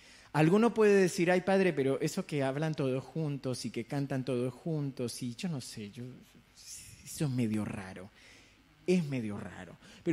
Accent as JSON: {"language": "Spanish", "country": "Colombia", "said": "Aquí no, pero en Colombia, vieron que yo soy colombiana."}